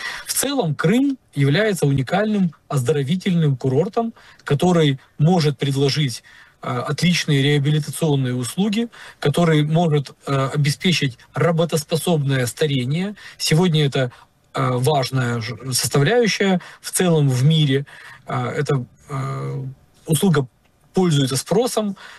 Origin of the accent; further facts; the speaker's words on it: Crimea, Ukraine; now in Kyiv, Ukraine; Моя семья живет в Киеве, мы сами из Крыма, и мы без моря жить не можем.